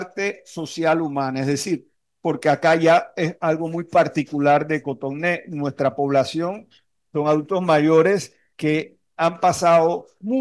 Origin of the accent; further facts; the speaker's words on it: Panama; como panameños tenemos que hermanarnos